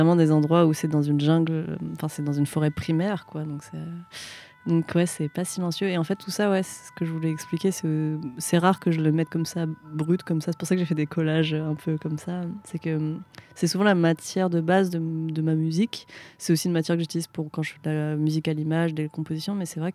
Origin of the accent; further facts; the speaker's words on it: France; j'ai grandi en France parce que l'éducation, mais aussi au Vietnam, en fait, parce que je peux pas parler vietnamien.